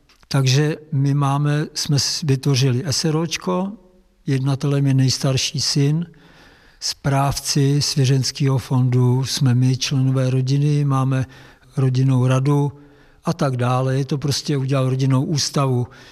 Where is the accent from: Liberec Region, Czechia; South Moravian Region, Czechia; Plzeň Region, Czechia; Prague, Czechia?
Liberec Region, Czechia; Liberec; born or raised there